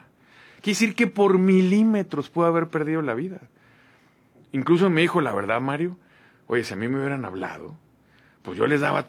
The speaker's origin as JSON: {"language": "Spanish", "region": "Sinaloa", "country": "Mexico", "said": "como somos los sinaloenses"}